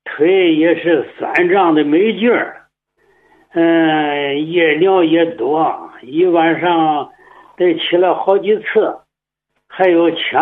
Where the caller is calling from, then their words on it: Jining, Shandong, China; 我是山东济宁的